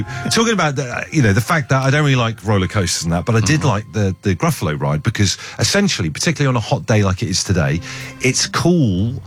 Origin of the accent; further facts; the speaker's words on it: Wookey Hole, South West England, United Kingdom; I grew up near Wookiee Hole